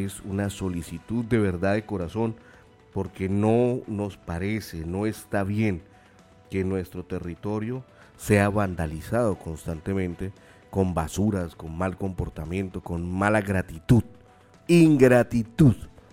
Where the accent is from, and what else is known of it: Arauquita, Arauca, Colombia